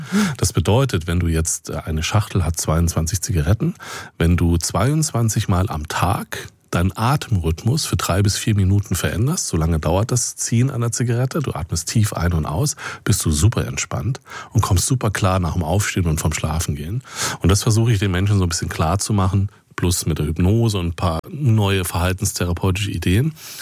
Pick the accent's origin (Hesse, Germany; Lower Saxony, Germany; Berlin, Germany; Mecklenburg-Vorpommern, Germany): Berlin, Germany; ich komme ja aus Berlin